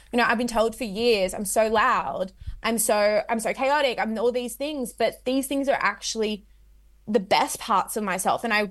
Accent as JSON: {"language": "English", "town": "Sydney", "region": "New South Wales", "country": "Australia", "said": "Without knowing that I was from Western Sydney, was like, \"Oh, thank God for Western Sydney, otherwise we'd have no news stories.\""}